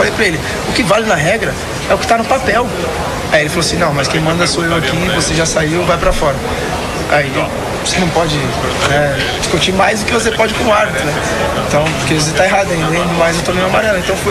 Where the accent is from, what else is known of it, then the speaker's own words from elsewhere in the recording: Brazil; Cara, eu sou brasileiro como você também é, né?